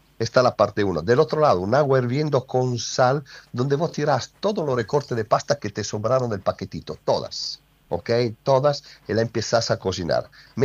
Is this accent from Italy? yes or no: yes; Milan, Lombardy, Italy; now in Argentina; Yo soy de Milán, pero me hago el clásico, el cremonese.